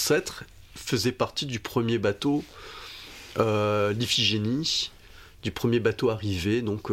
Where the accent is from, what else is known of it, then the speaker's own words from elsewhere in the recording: Nouméa, New Caledonia; born there; Alors moi, je suis né à Nouméa, hein, en ville.